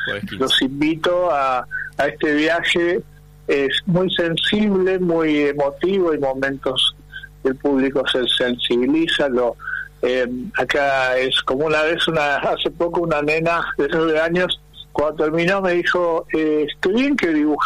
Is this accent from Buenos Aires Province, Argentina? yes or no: yes; Ramos Mejía, Buenos Aires Province, Argentina; Soy de Buenos Aires, Buenos Aires. De Ramos Mejía, la provincia de Buenos Aires.